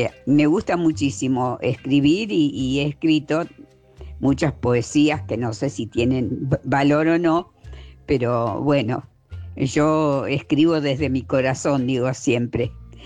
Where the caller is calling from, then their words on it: Rosario, Santa Fe, Argentina; de Rosario.